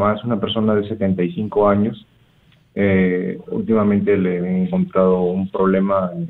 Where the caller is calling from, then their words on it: Talara, Piura, Peru; Llamo desde Talara, provincia de Piura.